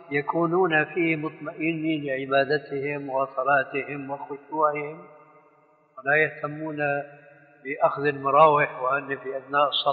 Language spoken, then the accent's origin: Arabic; Syria; كما كانوا يفعلون عندنا في سوريا من عهد القريب